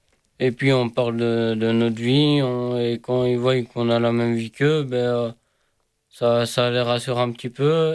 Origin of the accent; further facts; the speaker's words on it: La Louvière, Wallonia, Belgium; Moi, je viens de la Louvière.